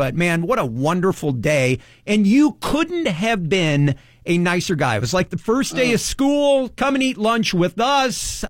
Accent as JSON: {"language": "English", "town": "Peoria", "region": "Illinois", "country": "United States", "tie": "born or raised there", "said": "I grew up in Peoria, Illinois, and I remember Cornstalk Theater."}